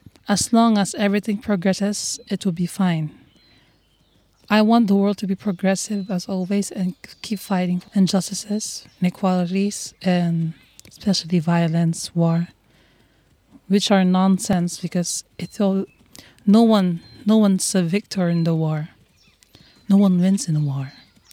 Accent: Philippines; English is a second language; now in France; I'm 20, and I'm from the Philippines, and it's been 3 years since I'm in France.

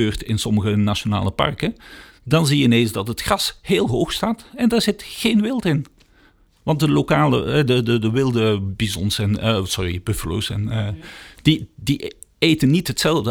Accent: Antwerp, Flanders, Belgium; Antwerpen, het grenspark waar ik vandaan kom

